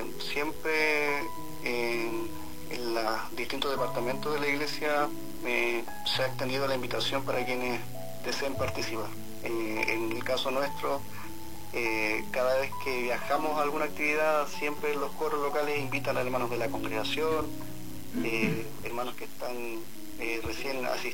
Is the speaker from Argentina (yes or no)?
no; Valdivia, Los Ríos, Chile; yo soy de Valdivia, y qué bendición para mí es poder anunciar en mi ciudad